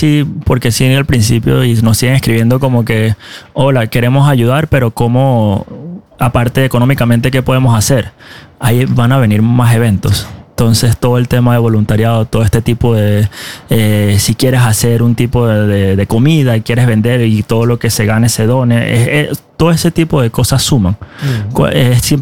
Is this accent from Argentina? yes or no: no; Venezuela; y esta vez yo soy venezolano. O sea, yo lo tomo muy personal